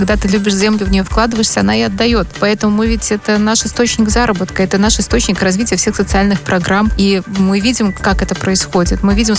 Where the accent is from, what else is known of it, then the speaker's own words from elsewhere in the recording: Belarus; Это мы белорусы, это наша земля, вот это то, что исконно мы.